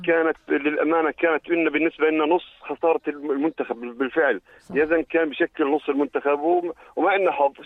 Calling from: Jordan; إحنا كشعب أردني

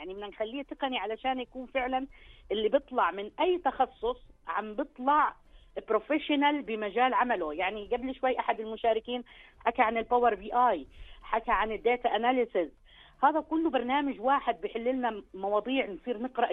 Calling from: Jordan; إحنا هون بالأردن

